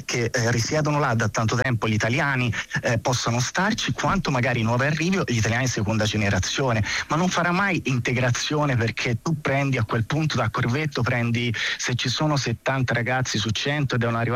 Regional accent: Prato, Tuscany, Italy; now in Rome, Italy

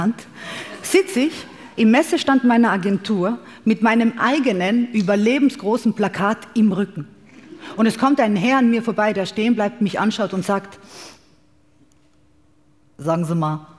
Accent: Serbia; ich komme aus einem Ort namens Bička Materina ohne Autobahnanschluss in Serbien.

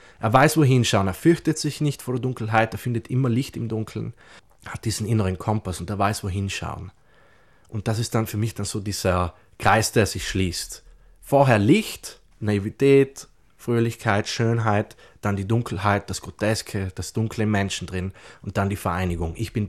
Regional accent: Wolfsgruben, Trentino-Alto Adige, Italy; Naturbilder drin, die ich aus meinem Heimatort genommen habe, weil Wolfsgruben ist für mich immer noch prägend.

